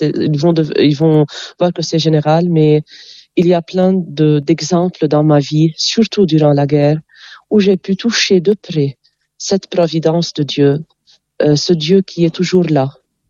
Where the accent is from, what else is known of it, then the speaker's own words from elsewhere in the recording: Jounieh, Keserwan-Jbeil, Lebanon; Et puisque je suis de Jounieh, vous voyez, l'élève ou bien l'enfant dépend de son environnement. À Joigny, il y a la plage, il y a la mer. Donc, je pense que les vagues, quand je méditais, les vagues dès mon enfance